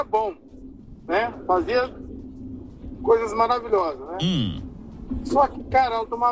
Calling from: Espírito Santo, Brazil

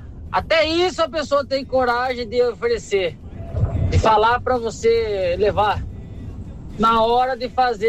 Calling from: Sorocaba, São Paulo, Brazil; De Sorocaba!

